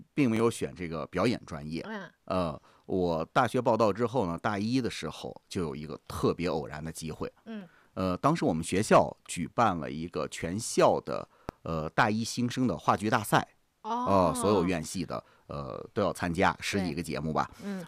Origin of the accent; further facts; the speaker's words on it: Ordos, Inner Mongolia, China; 我就是咱们土生土长的鄂尔多斯人，算是出生在人民教师家庭，因为我的姥姥、姥爷、我妈妈、我二姨、我舅舅、我舅妈，就是一家子全是老师，